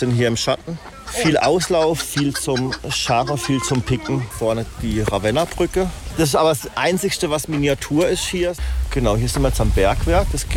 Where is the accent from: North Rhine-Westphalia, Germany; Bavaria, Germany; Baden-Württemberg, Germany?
Baden-Württemberg, Germany; Emmendingen; moved away as an adult; now in Hochschwarzwald, Germany; Ich komme aus Emmendingen ursprünglich. Mhm. Vor 15 Jahren in Hochschwarzwald gekommen.